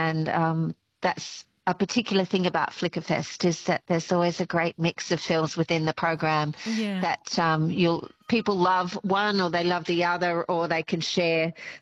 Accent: Newcastle, New South Wales, Australia; moved away; I'm originally from Newcastle myself

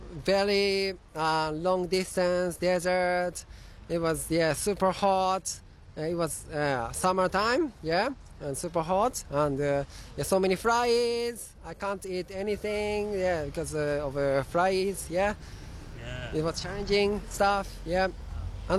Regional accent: Paris, Île-de-France, France; English is a second language; now in Bundaberg, Australia; I come from Paris and I arrived here, Bundaberg, yes.

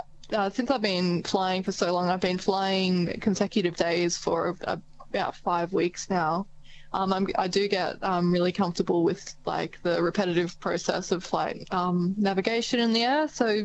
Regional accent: Melbourne, Victoria, Australia; because I'm from Melbourne, I hadn't heard

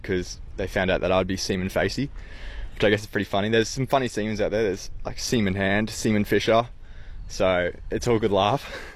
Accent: Brisbane, Queensland, Australia; now in Darwin, Australia; Brisbane. Brisbane, yeah, that was good.

